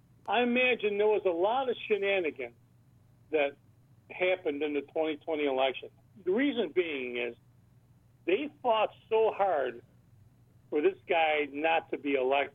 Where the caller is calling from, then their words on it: New York, United States; Up here in New York, you know, it starts snowing.